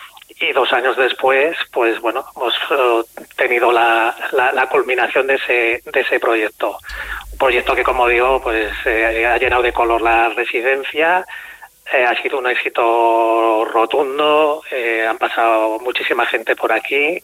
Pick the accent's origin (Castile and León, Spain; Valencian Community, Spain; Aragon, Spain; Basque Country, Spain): Aragon, Spain; Monreal del Campo; yo soy de Monreal